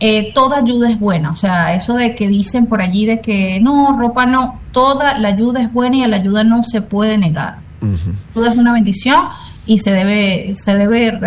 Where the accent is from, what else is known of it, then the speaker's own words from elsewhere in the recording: Venezuela; Entonces sí, ciertamente nosotros como venezolanos entre todos nos ayudamos.